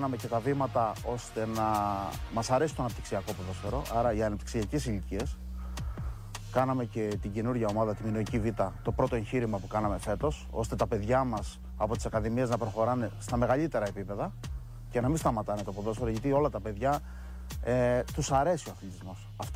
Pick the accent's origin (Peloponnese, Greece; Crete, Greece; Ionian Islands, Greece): Crete, Greece; Alatsata; now in Fortetsa, Greece; εγώ μπορεί να είμαι μεγάλωσα στα Αλάτσατα, αλλά αυτή τη στιγμή ζω στη Φορτέτσα. Άρα είμαι και με τις δύο περιοχές.